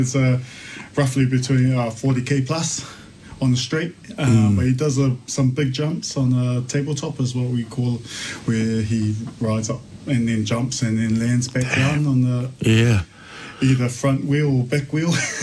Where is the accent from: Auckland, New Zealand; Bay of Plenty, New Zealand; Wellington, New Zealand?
Wellington, New Zealand; Lower Hutt; Yeah, I come from Lower Hutt, born and raised in Wellington.